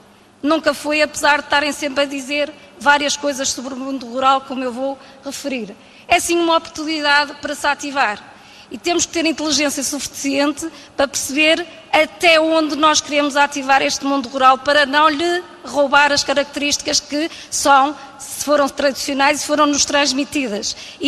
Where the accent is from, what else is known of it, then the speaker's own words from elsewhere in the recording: Minho, Portugal; como um ser autóctone que sou minhoto, falo isto porquê? Porque vivo numa aldeia